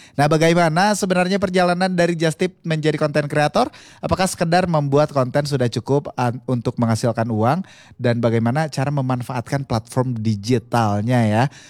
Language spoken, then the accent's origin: Indonesian; Baleendah, West Java, Indonesia; Saya juga orang Balai Endah.